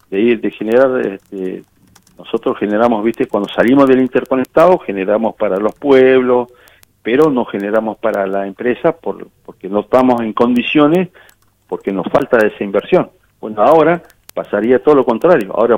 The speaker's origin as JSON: {"language": "Spanish", "region": "Santa Cruz", "country": "Argentina", "said": "los diputados de mi pueblo, de 28, de Río Turbio"}